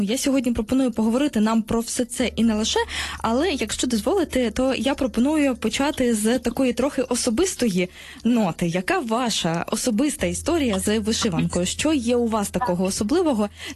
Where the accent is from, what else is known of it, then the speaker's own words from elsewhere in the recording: Kharkiv, Kharkiv Oblast, Ukraine; born there; я народилася на Східній Україні, в Харкові